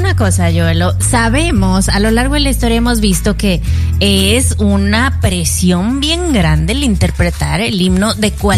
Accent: Mexico; Yo, como mexicana

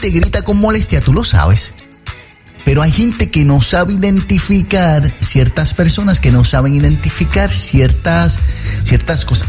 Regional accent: Puerto Rico

